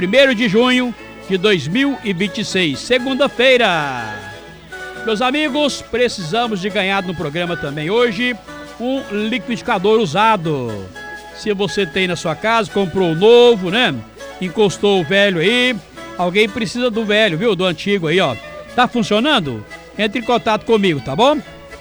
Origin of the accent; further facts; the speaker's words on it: Tupaciguara, Minas Gerais, Brazil; eu também sou de Tupaciguara. Ô, meu conterrâneo de Tupaciguara.